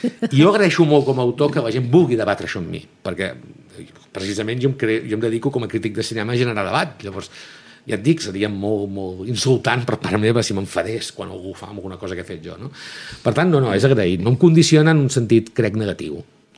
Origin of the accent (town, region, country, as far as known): Girona, Catalonia, Spain; born or raised there